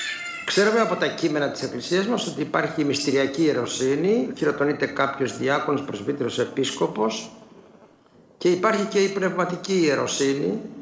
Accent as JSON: {"language": "Greek", "town": "Ioannina", "region": "Epirus", "country": "Greece", "tie": "born or raised there", "said": "Εγώ γιαννιώτης είμαι, γεννημένος στα Γιάννα και μεγάλωσα στα Γιάννα."}